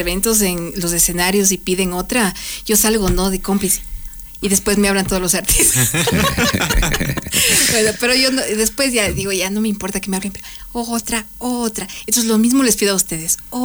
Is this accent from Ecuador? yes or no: yes; Quito, Pichincha, Ecuador; ¿por qué somos así los quiteños, en serio?